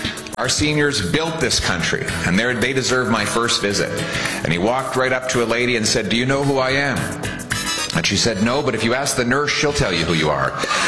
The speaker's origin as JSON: {"language": "English", "town": "Calgary", "region": "Alberta", "country": "Canada", "tie": "born or raised there", "moved": "yes", "said": "It's wonderful to be back in my home province of Alberta. Born and raised in Calgary"}